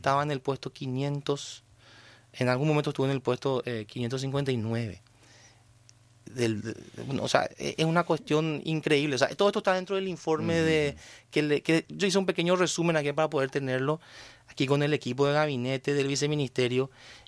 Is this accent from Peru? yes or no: no; Paraguay; Como paraguayos sabemos de que nuestro lema es vencer o morir.